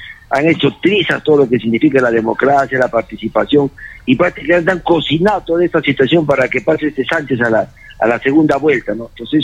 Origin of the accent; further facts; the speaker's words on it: Arequipa, Peru; vamos a luchar como verdaderos arequipeños